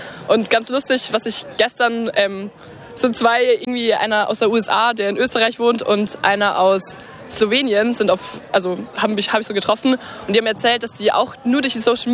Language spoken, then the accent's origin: German; Bavaria, Germany; ich komme aus der Nähe von Regensburg